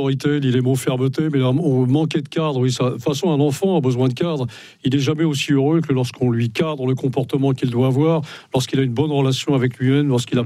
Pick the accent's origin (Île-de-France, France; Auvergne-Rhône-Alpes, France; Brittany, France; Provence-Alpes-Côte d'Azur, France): Brittany, France; Mais bien sûr, c'est pas parce que je suis breton que je ne fais pas partie.